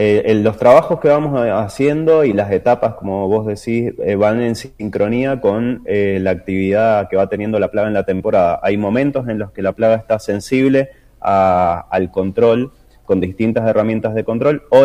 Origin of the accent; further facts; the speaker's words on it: Mendoza, Argentina; Todos somos mendocinos los que estamos trabajando acá en el tema.